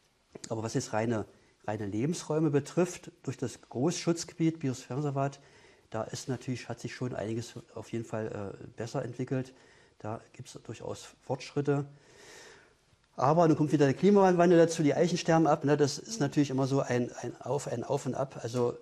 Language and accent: German; Potsdam, Brandenburg, Germany; now in Dessau, Germany; Ich komme eigentlich aus Potsdam.